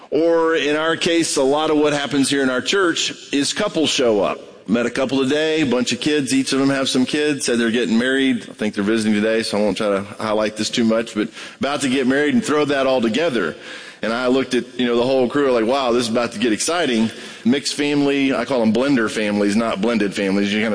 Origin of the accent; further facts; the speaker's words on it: Brazil; moved away; I grew up in Brazil